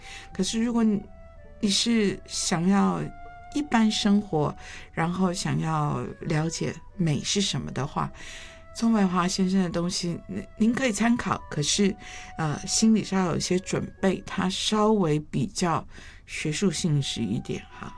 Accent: Shanghai, China; 我是上海人，上海人是农农农

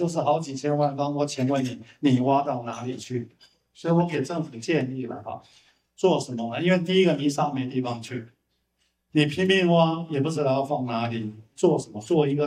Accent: Taiwan; 我就是台湾的人

